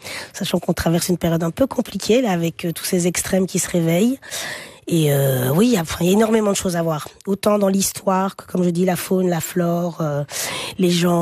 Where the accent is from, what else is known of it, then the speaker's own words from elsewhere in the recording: Belgium; Moi, la Belgique, c'est là où je suis née, mes premières amitiés, c'est l'humour aussi, beaucoup. Je trouve que c'est là où j'ai grandi, même si je vis dans des familles africaines.